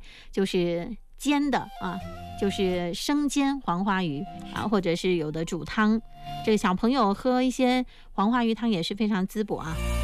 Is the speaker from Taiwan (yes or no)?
no; Fujian, China; 我们闽南人